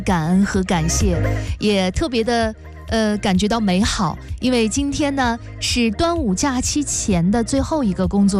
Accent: China; 我们中国人也是用很多丰富的民俗活动共启安康

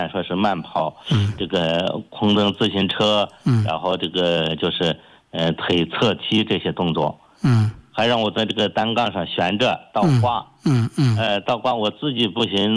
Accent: Jiangsu, China; 我是江苏的。

